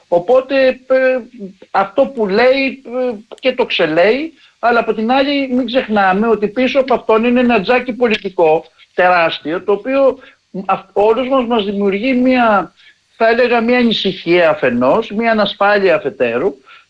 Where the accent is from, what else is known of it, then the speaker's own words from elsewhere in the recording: Greece; το οποίο για μας είναι πολύ σημαντικό σαν Έλληνες που έχουμε το στόλο, που έχουμε τα ελληνόκτα πλοία